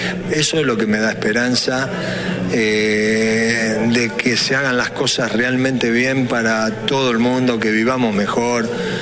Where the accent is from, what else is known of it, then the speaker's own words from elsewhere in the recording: Corral de Bustos, Santa Fe, Argentina; Decir a mí que soy de Corral de Busto.